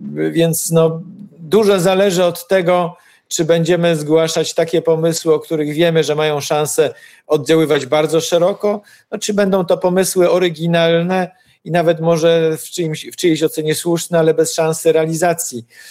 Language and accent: Polish; Poznań, Greater Poland Voivodeship, Poland; Jestem poznaniakiem, wielkopolaninem.